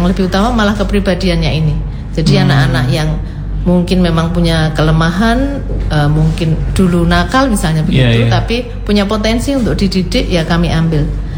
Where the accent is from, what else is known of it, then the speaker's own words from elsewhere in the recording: Karanganyar, Central Java, Indonesia; Saya asli Solo. Saya asli Karanganyar.